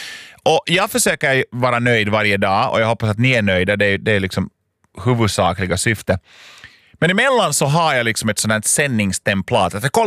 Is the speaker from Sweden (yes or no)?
no; Lapinjärvi, Uusimaa, Finland; Jag kommer ihåg att jag hörde det här från min klockradio hemma i Lappträsk